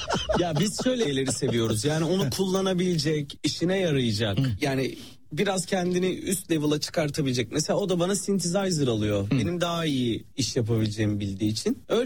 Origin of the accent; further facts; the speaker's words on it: Salihli, Manisa, Turkey; moved away; benim memleketim.